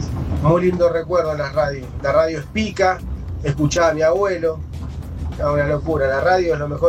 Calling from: Ituzaingó, Buenos Aires Province, Argentina; de Ituzaingó.

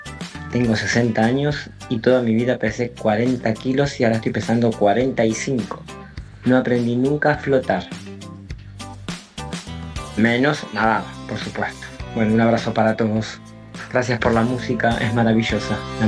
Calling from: Villa Luzuriaga, Buenos Aires Province, Argentina; de Villa Luzuriaga.

